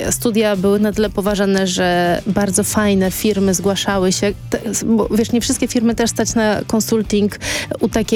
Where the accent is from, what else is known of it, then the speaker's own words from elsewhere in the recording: Stargard, West Pomeranian Voivodeship, Poland; moved away as an adult; also born or lived in Copenhagen; now in Warsaw, Poland; ja jestem ze Stargardu, więc tak teoretycznie do Kopenhagi ze Stargardu jest bliżej niż do Warszawy.